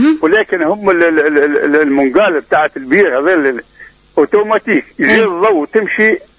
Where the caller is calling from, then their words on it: Ben Gardane, Medenine, Tunisia; من بن خداش.